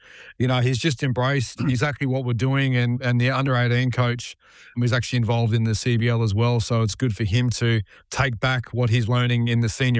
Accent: Australia; I'm from Queensland originally in South Australia, so you grew up not liking Victorians very much.

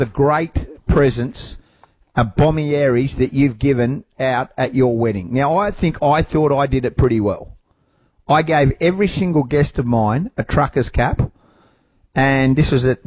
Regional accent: Scotland, United Kingdom; I'm Scottish, touch not the cap, but a glove. … is a mad, mad Scottish name. My grandfather was Scottish.

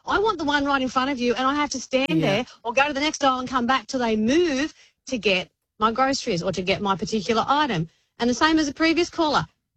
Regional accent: New South Wales, Australia; by the way, I'm from the Hunter Valley, so I love a wine

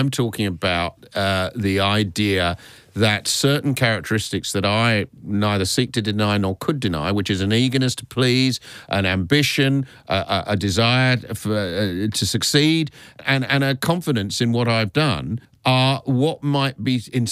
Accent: Australia; And I think I'm proud, as an Australian, that our government, uniquely in the world, has had the guts to stand up to the tech bros

